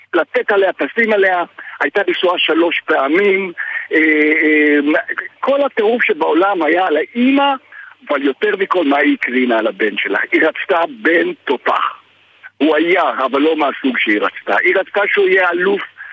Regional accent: Greece; אם לא הייתי יווני, הייתי נעלב.

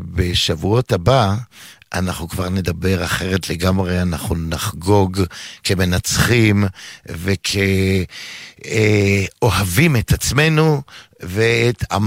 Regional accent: Givatayim, Tel Aviv District, Israel; גדלתי בגבעתיים

